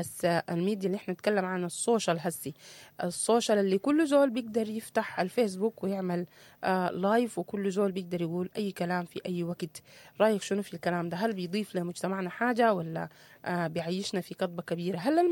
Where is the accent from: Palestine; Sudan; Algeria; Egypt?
Sudan; أنا كسوداني